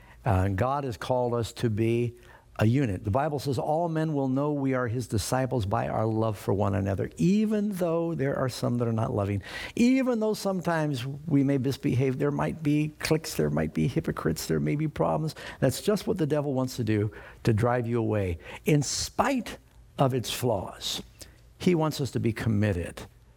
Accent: New York City, New York, United States; born or raised there

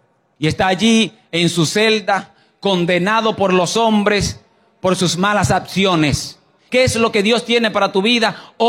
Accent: Santiago de los Caballeros, Santiago, Dominican Republic; en la ciudad donde nos criamos, en Santiago, República Dominicana, la ciudad donde me crié tiene una de las entradas más largas en recta y más impresionante que tiene todo el Caribe.

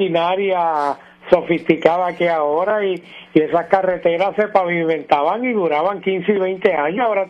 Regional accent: Mayagüez, Puerto Rico; yo soy del Maní, pero en Mayagüez

